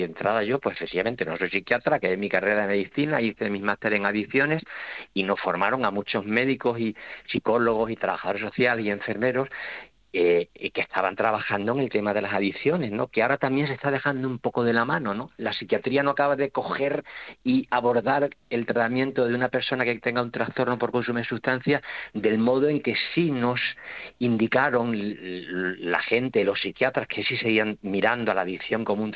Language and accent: Spanish; Almendralejo, Extremadura, Spain; now in Plasencia, Spain; Yo que soy vivo en Plasencia, pero soy de Almendralejo